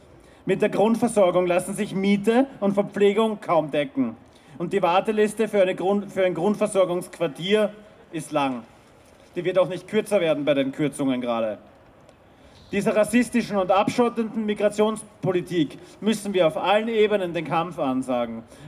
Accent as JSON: {"language": "German", "region": "Lower Austria", "country": "Austria", "said": "Ich bin selber Niederösterreicherin."}